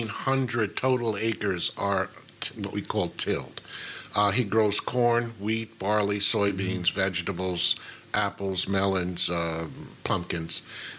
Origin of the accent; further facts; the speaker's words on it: New York, United States; I'm originally from New York.